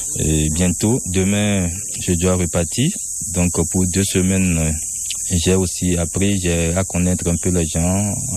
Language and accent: French; Togo; now in Switzerland; Et moi, je suis un Togolais, donc je réside en Suisse.